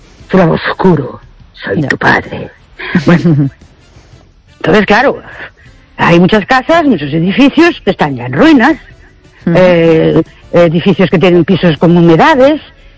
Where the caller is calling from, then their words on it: Ourense, Galicia, Spain; Buenas noches … de Ourense otra vez.